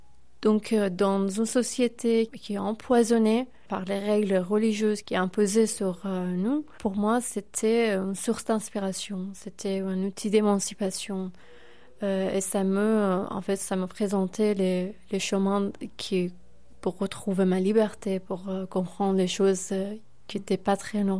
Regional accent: Iran

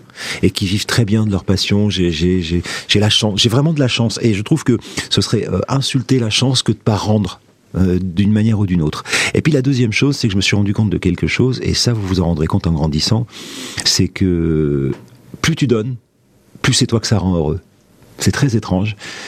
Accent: Bordeaux, Nouvelle-Aquitaine, France; moved away as an adult; Je suis de Bordeaux

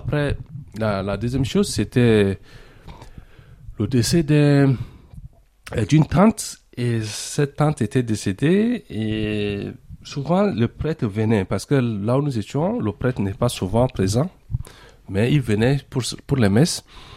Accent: Moundou, Logone Occidental, Chad; Et nous sommes une famille chrétienne dans le sud du Tchad, donc dans la ville de Mundu. Et donc c'est là où moi j'ai grandi.

